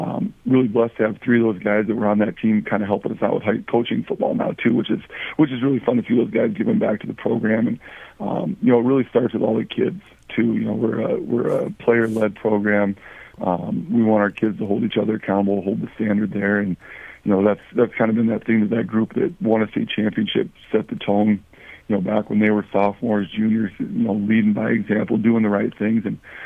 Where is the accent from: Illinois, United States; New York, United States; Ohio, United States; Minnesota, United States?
Minnesota, United States; Pipestone; moved away as an adult; also born or lived in Vermillion, South Dakota / Lead-Deadwood, South Dakota; I grew up in Pipestone, Minnesota.